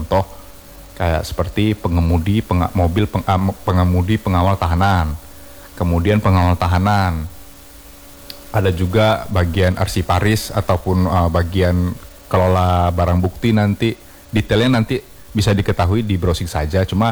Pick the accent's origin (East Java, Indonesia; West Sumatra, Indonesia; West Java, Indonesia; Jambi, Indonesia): West Sumatra, Indonesia; Padang; moved away; saya orang Padang.